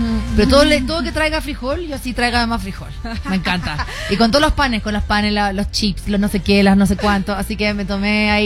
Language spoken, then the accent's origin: Spanish; Chile; Yo soy de Chile. Aquí he venido en otras ocasiones, pero me presento igual a todos los amigos de hoy. Si no me conocen, soy de Chile, soy cantautora chilena